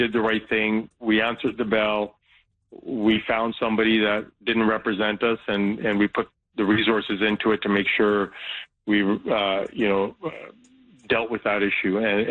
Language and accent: English; Vancouver, British Columbia, Canada; I grew up in Vancouver, served Vancouver, and it's the best city in the world, great police department.